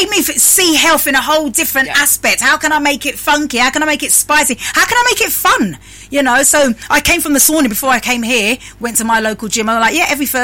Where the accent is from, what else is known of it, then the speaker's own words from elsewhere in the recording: Zimbabwe; I'm from Zimbabwe.